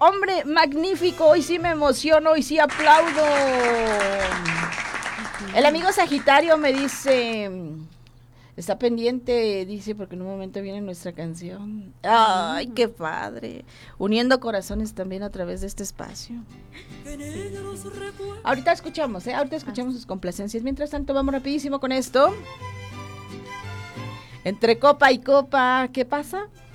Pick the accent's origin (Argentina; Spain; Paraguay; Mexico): Mexico; Oaxaca; Somos del estado de Oaxaca, sí, amigo.